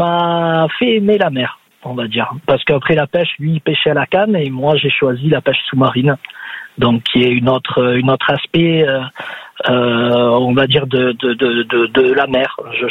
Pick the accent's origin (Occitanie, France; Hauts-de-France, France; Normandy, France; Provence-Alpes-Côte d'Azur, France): Provence-Alpes-Côte d'Azur, France; Marseille; Je suis né à Marseille et je suis né à Marseille. J'ai habité toute ma vie, quoi. Et oui, après ma Marseille dans mes gènes